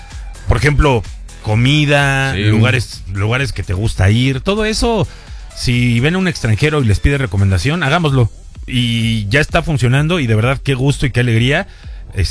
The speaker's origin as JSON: {"language": "Spanish", "country": "Mexico", "said": "cómo somos los mexicanos como anfitriones"}